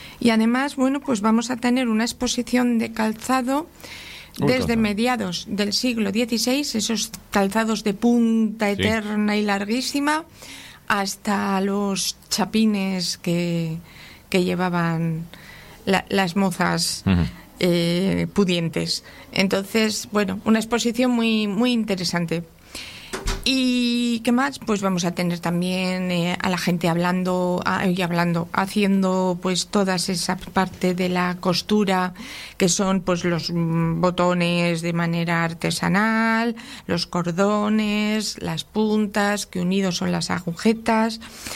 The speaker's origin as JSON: {"language": "Spanish", "town": "Laredo", "region": "Cantabria", "country": "Spain", "said": "Entonces los pocos que estamos ahí por la mañana, que somos de Laredo, pues hacemos campamento por la mañana."}